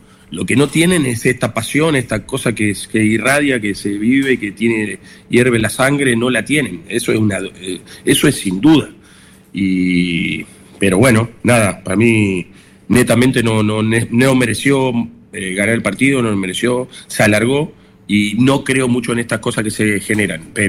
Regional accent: Argentina; now in Chile; uno es argentino.

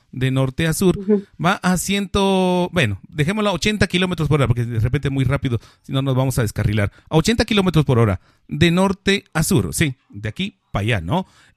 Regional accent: Guatemala; yo soy chapín.

